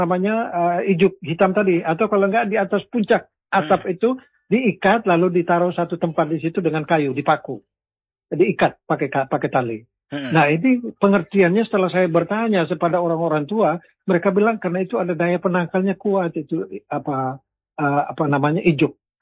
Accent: East Nusa Tenggara, Indonesia; saya orang Lio.

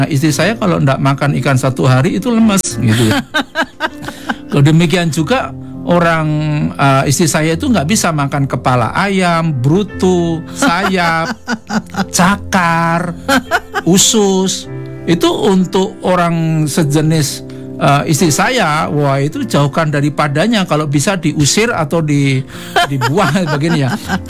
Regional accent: Java, Indonesia; Seperti saya dengan Ibu Oli, saya Jawa, Ibu Oli itu orang Ambon, itu pola seleranya makan sudah berbeda sekali.

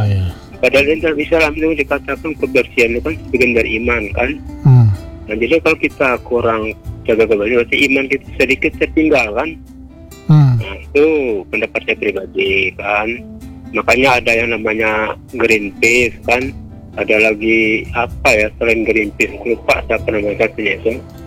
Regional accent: Bangka Belitung Islands, Indonesia; Kalau bahasa Bangkaan ini kita orang Bangka yang tahu, takut kan.

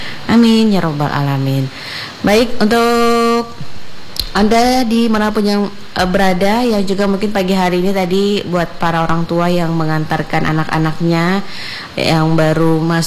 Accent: Malinau, North Kalimantan, Indonesia; Dan kita juga warga Kabupaten Malino di seputaran kota

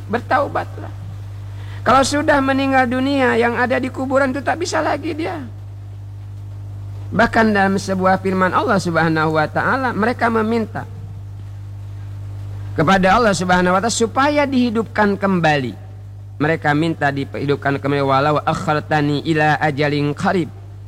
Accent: Bangka Belitung Islands, Indonesia; kata kita orang Bangka.

